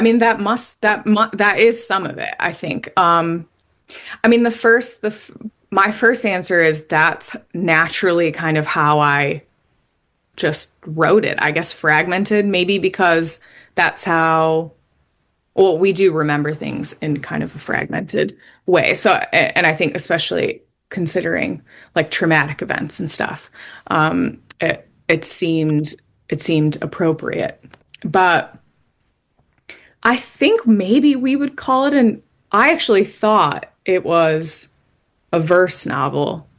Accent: Illinois, United States; born or raised there

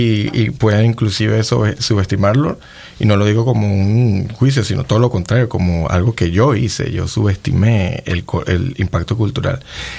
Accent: Venezuela; No es que yo esté loco, no, es que yo soy muy venezolano.

